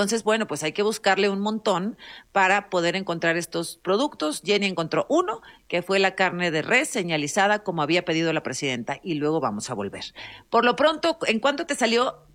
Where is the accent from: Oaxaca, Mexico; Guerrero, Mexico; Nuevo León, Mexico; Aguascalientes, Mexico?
Nuevo León, Mexico; Monterrey; Yo como soy regia, este le decimos guaje.